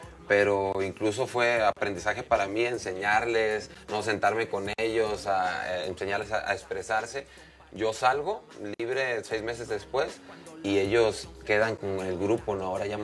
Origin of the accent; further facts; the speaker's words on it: Tepic, Nayarit, Mexico; Soy de Tepic, Nayarit, orgullosamente.